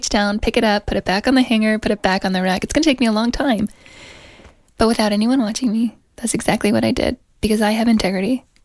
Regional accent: Utah, United States; from Utah.

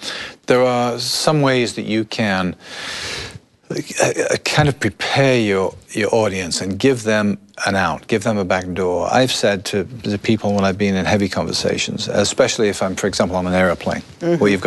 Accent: Liverpool, North West England, United Kingdom; moved away; I grew up in Liverpool, England, and that's where I was first exposed to the church.

